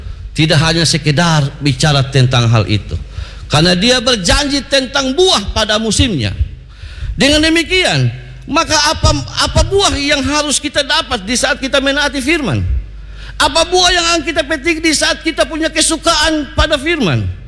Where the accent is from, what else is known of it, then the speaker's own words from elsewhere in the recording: East Nusa Tenggara, Indonesia; Apalagi kita orang Alor, Selom, Alor, Pura, Selom, bagaimana?